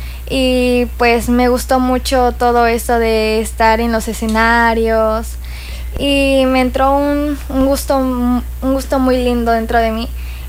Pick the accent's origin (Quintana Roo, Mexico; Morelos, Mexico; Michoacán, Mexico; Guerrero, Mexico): Quintana Roo, Mexico; Cancún; born there; Nací acá en Cancún, Quintana